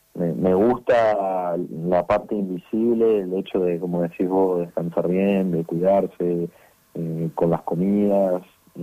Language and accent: Spanish; Santa Fe, Argentina; moved away as an adult; now in Comodoro Rivadavia, Argentina; yo soy de Santa Fe Capital, esta es mi tercera temporada en el club, y nada, llegué cuando tenía 21 años, hoy tengo 24